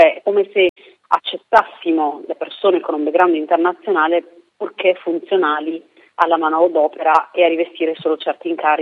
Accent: Reggio Emilia, Emilia-Romagna, Italy

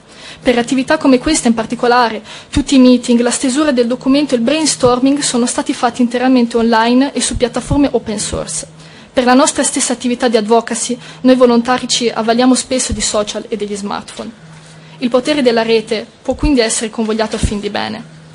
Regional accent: Lucca, Tuscany, Italy; studentessa di medicina, ho 23 anni, vengo da Lucca

